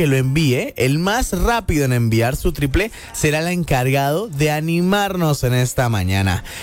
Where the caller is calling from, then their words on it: Cochabamba, Bolivia; me gustaría programar mi triple de canciones favoritas del día de hoy. Soy de Cochabamba